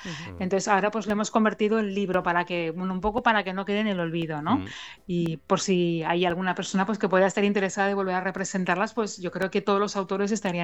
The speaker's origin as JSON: {"language": "Spanish", "town": "Andratx", "region": "Balearic Islands", "country": "Spain", "tie": "born or raised there", "said": "que también era una novela de terror ambientada en Andratx, que es mi pueblo, ¿no?"}